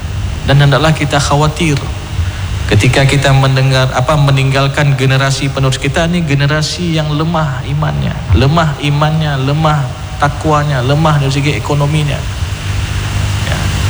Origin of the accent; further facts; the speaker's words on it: Aceh, Indonesia; dalam istilah kita Aceh